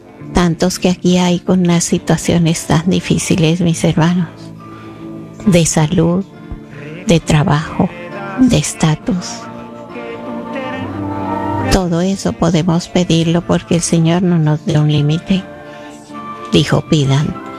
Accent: Colombia; en mi país el lugar donde está nuestra patrona, Nuestra Señora de Chiquinquirá

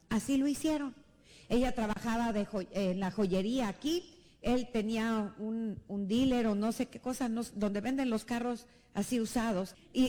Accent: Autlán, Jalisco, Mexico; moved away as an adult; also born or lived in Guadalajara; now in Chicago, United States; Cuando estaba en la secundaria, en Autlán, el pueblo donde yo crecí, en Jalisco

